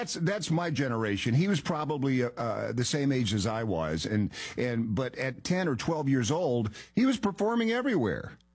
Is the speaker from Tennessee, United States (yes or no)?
yes; Knoxville, Tennessee, United States; And I can tell you, growing up in Knoxville, Tennessee … was just somebody that you talked about every single day.